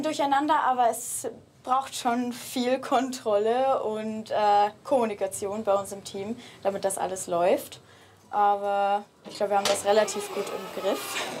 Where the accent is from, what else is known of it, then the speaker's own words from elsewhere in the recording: Bavaria, Germany; Das ist aus meiner Heimat, deswegen freue ich mich, dass wir bayerisches Frühschoppen